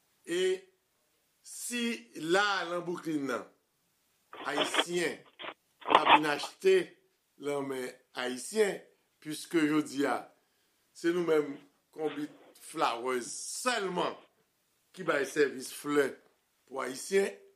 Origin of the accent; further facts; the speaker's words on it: Haiti; Tout le monde connaît, en tant qu'haïtien, ça drapeau, ça a voulu dire.